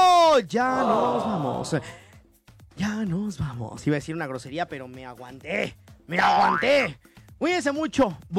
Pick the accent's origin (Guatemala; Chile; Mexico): Mexico; Jiutepec, Morelos; a mi tierra Jiutepec, Morelos también.